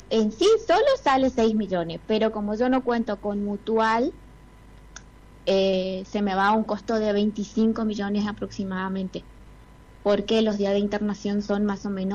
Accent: Villa Berthet, Chaco, Argentina

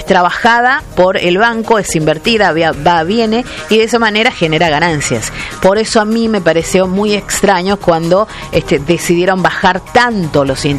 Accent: Argentina

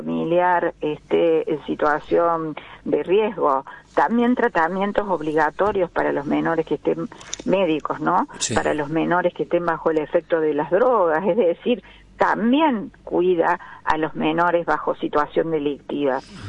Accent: Córdoba, Argentina; yo por ejemplo soy cordobesa

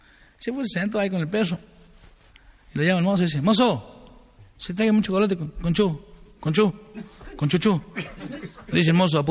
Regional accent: San Francisco, Córdoba, Argentina; Yo soy de San Francisco, ¿no? No California, acá. Para la Santa Fe.

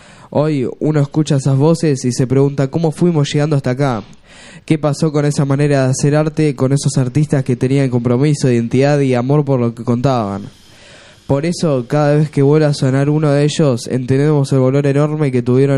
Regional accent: Argentina; lo que nos pasa como argentinos

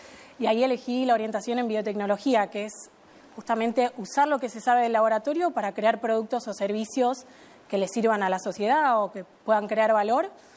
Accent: Buenos Aires, Argentina; Yo soy de Buenos Aires.

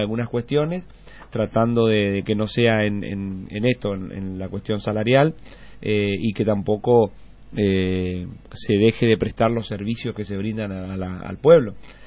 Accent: Margarita Belén, Chaco, Argentina; also born or lived in Resistencia; mi papá fue productor en realidad, rural en la zona ahí de Costa Inés, que una colonia donde nacimos, en Margarita Belén.

